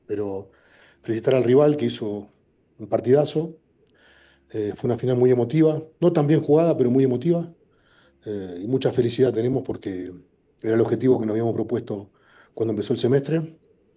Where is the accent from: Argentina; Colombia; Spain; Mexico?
Mexico; Toluca, State of Mexico; yo soy de Toluca, sí, obviamente tengo un pasado en Monterrey